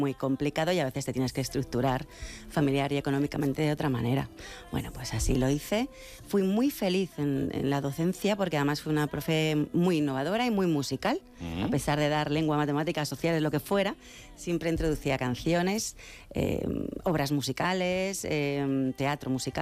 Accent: Madrid, Community of Madrid, Spain; es la plaza donde yo compraba de pequeña en el mercadillo con mi madre.

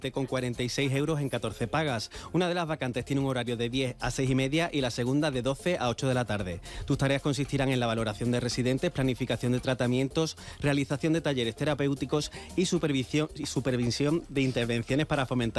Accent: Cádiz, Andalusia, Spain; accent: Andalusian; que vengo de Cádiz con acento.

